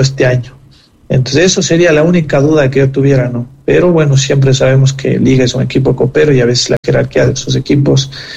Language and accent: Spanish; Ecuador; es un sentir como ecuatoriano